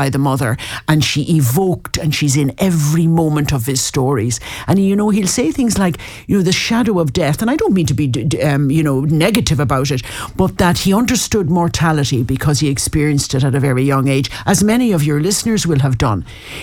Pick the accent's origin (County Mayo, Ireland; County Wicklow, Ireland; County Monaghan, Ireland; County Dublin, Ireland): County Mayo, Ireland; Foxford; born there; No, I was not. I was born in Foxford in Mayo.